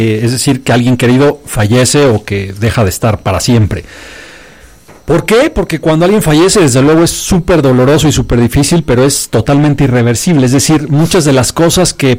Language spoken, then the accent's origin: Spanish; Mexico City, Mexico; Para los que somos oriundos de la Ciudad de México, ya crecimos, nacimos y vivimos en esto...